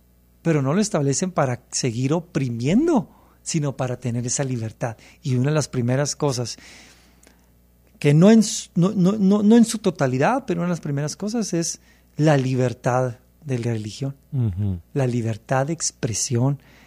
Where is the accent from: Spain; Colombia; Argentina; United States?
United States; una crisis de identidad que hemos tenido como americanos, como estadounidenses